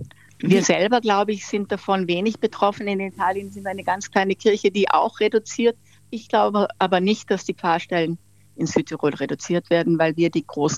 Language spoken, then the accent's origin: German; Austria; Ich bin Österreicherin, ich habe lieber einen kleinen schwarzen oder einen Espresso.